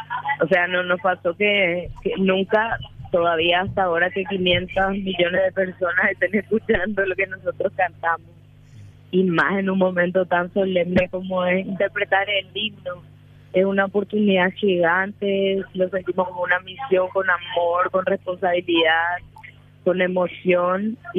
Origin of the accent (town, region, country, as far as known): Paraguay